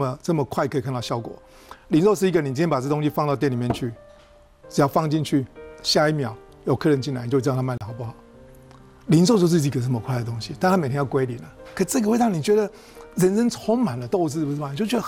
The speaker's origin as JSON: {"language": "Chinese", "region": "Kaohsiung", "country": "Taiwan", "tie": "born or raised there", "also_born_or_lived": "Taipei", "moved": "yes", "said": "我家在高雄，那我外婆跟外公就经营的是那种叫舶来品的百货行。"}